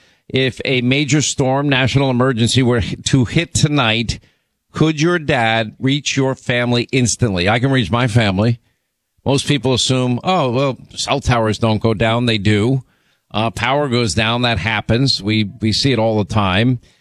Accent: Philadelphia, Pennsylvania, United States; accent: New York; I grew up in Philly, but I talk like a New Yorker.

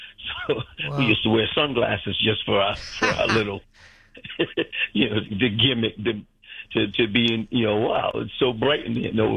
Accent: Rhode Island, United States; also born or lived in Massachusetts; Yeah, born in Massachusetts, raised in Rhode Island.

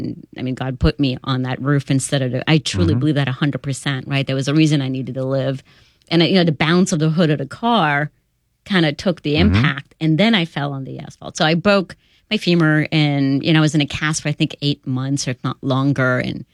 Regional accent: Iran; moved away; when I was about 5 years old and, you know, I'm from Iran, so I was in Iran.

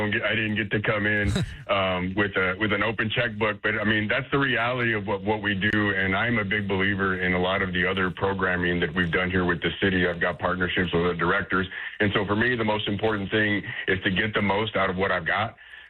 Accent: San Antonio, Texas, United States; Like you said, it's my hometown. I know every pocket of this city

